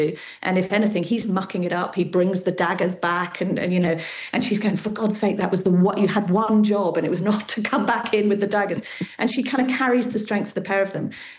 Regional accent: Edinburgh, Scotland, United Kingdom; I was brought up in Edinburgh.

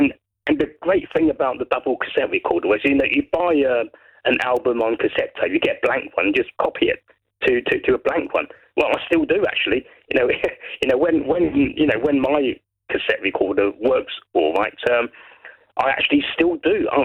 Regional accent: Brighton, South East England, United Kingdom; I'm from Brighton and I don't have a Sussex accent.

